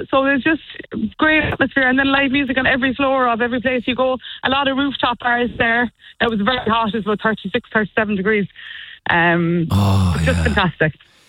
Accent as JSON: {"language": "English", "area": "Mayfield", "region": "County Cork", "country": "Ireland", "moved": "yes", "lives_now": "Charleville, Ireland", "said": "I'm from Mormont. Yeah, I'm from there. Okay. But I'm down in Charleville."}